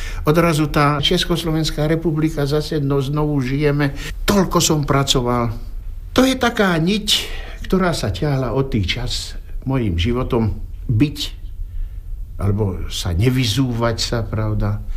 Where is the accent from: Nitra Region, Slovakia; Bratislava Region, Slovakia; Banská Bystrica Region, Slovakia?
Banská Bystrica Region, Slovakia; môj rodný kraj, tak tá Banská Bystrica, ten rodný kraj